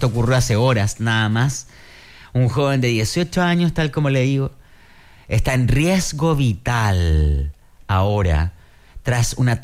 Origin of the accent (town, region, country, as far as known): Chile